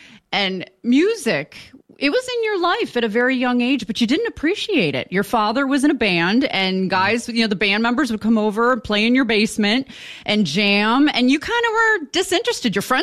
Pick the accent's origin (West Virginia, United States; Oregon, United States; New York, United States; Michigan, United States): New York, United States; Buffalo; I was Buffalo, New York.